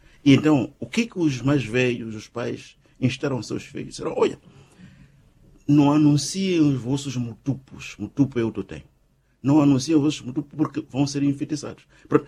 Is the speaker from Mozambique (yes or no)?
yes; Mozambique; eu faço referência à região centro de Moçambique, de onde eu venho, a saudação totémica é daquelas muito agradáveis